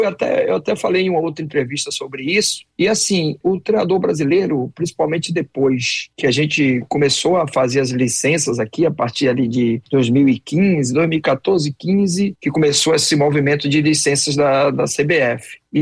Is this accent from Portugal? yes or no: no; Salvador, Bahia, Brazil; nesse momento eu estou em Salvador, né? Que é a minha cidade natal, é a minha base, né? Quando eu estou sem clube, sem trabalhar, geralmente eu fico em Salvador, próximo aqui à minha família.